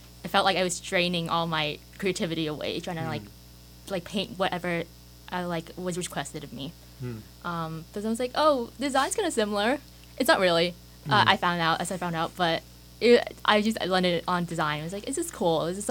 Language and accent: English; Sacramento, California, United States; So I'm from Sacramento, and I was just applying to like all the UCs.